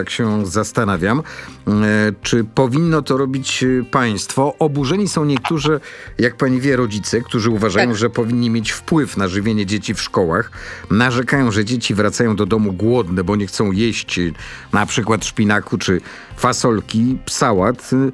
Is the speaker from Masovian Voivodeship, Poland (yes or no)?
yes; Warsaw, Masovian Voivodeship, Poland; born there; jestem absolwentem przedszkola przy Ładysława w Warszawie